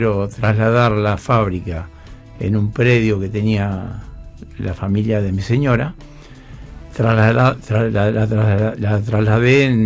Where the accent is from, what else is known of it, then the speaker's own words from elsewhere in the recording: Luján, Buenos Aires Province, Argentina; born there; somos todos de Santa Fe. Yo nací en Luján